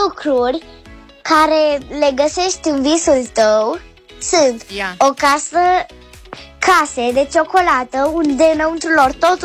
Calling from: Cluj-Napoca, Cluj County, Romania; din Cluj.

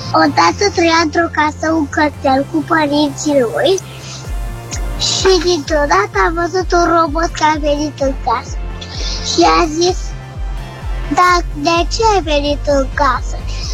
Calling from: Constanța, Constanța County, Romania; din Constanța, am aproape 5 ani, acum am 4.

